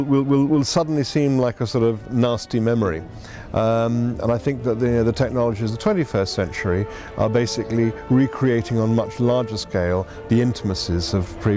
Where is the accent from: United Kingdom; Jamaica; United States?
United Kingdom; I'm British and we are pedantic.